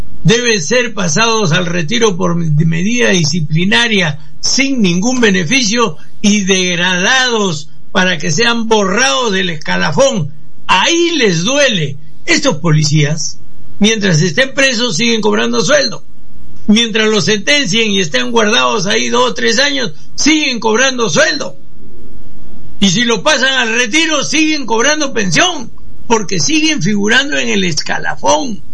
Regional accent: Peru; yo deseo, de verdad, de todo corazón, como los peruanos, de buenos sentimientos, tener una policía en la que yo me quite el sombrero.

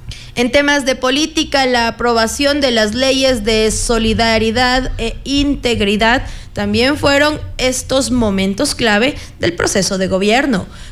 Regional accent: Ecuador

